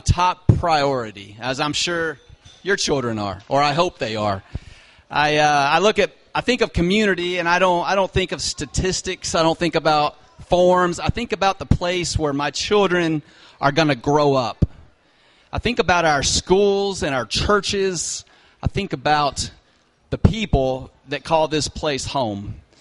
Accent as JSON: {"language": "English", "town": "Pilot Mountain", "region": "North Carolina", "country": "United States", "tie": "born or raised there", "lives_now": "Mount Airy, United States"}